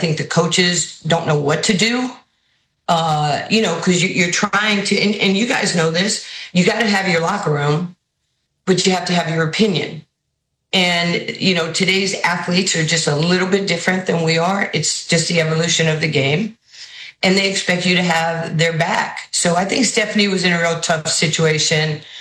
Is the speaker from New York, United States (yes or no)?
yes; New York, United States; Look, I was a poor kid growing up in New York in the 60s and 70s.